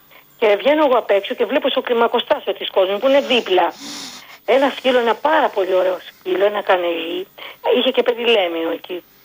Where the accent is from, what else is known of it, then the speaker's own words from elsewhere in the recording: Attica, Greece; Μόνο τη μεγάλωσα σε ένα σπίτι, είμαι από Μεσόγεια.